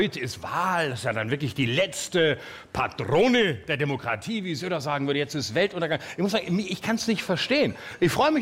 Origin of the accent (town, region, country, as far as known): West Germany, Germany